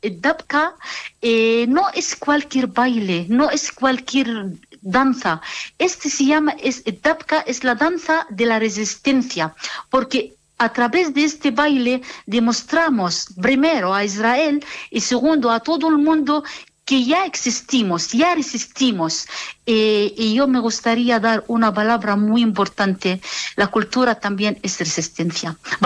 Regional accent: Palestine; now in Navarre, Spain; Y yo como palestina

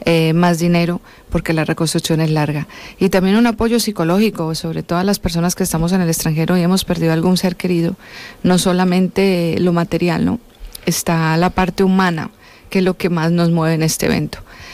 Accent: Colombia; now in Ibiza, Spain; Personalmente estoy conmovida porque, claro, es la reconstrucción en parte de mi ciudad natal.

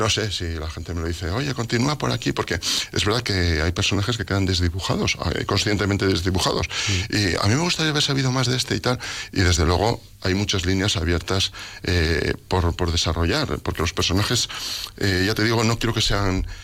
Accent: Calamocha, Aragon, Spain; moved away; en mi pueblo, en Calamocha.

